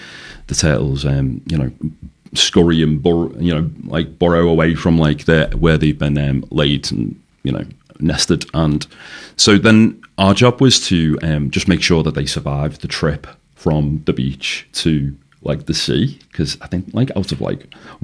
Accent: Liverpool, North West England, United Kingdom; now in Australia; Liverpool, England.

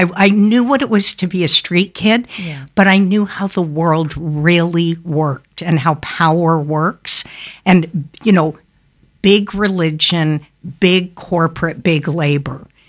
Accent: Canada; My theory, I came into this world, I'm Canadian, so I sprung onto the soil of the earth

